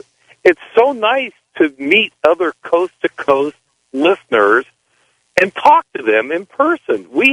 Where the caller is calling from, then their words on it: San Francisco Bay Area, California, United States; I'm calling from the San Francisco Bay Area